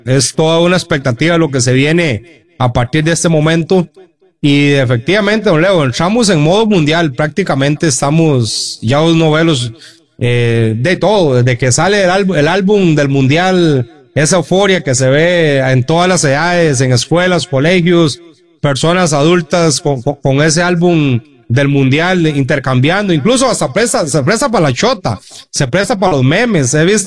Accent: Argentina; yo como argentino y seguidor de la albiceleste

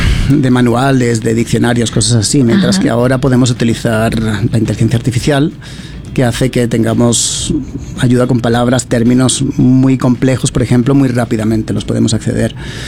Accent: Spain; Spanish is a second language; also born or lived in United Kingdom; desde muy joven fui del Reino Unido, donde yo nací, a vivir a España. Viví muchos años ahí en España y aprendí a hablar español y eres niño, aprendes el idioma muy fácilmente

